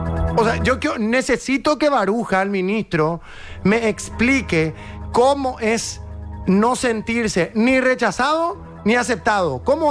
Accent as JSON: {"language": "Spanish", "country": "Paraguay", "said": "yo tengo la obligación como paraguayo, como patriota, como colorado y como."}